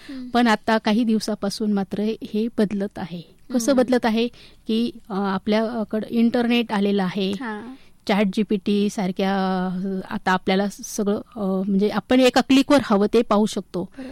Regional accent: Loni, Maharashtra, India; मी लोणी प्रवारनगरची.

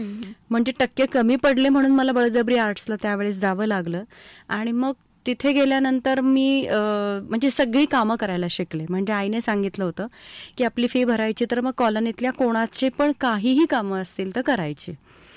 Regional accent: Nashik, Maharashtra, India; सगळं नाशिकला मातोश्री रामप्यारी सारडा कन्या विद्या मंदिर आहे तिथं झालं शिक्षण.

